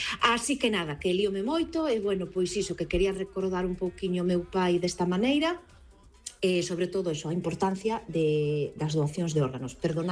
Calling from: Ferrol, Galicia, Spain; Ola, boas tardes … de Ferrol.

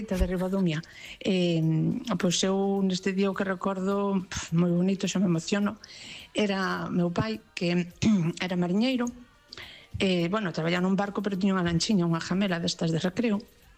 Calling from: Lugo, Galicia, Spain; Bons días

